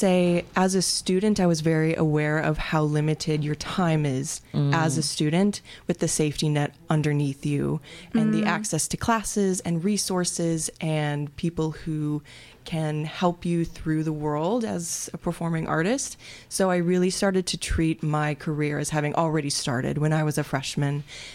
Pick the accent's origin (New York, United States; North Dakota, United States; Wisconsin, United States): Wisconsin, United States; Door County; I'm from Door County